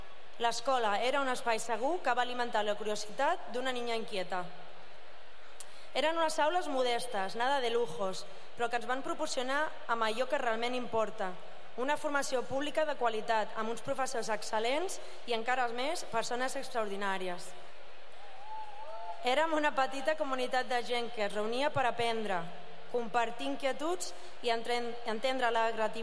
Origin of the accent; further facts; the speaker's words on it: El Prat de Llobregat, Catalonia, Spain; de la ciutat on vas créixer i on vas aprendre a mirar el món